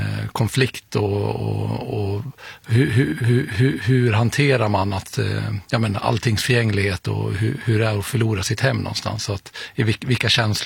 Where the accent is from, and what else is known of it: Svärdsjö, Dalarna County, Sweden; born there; moved away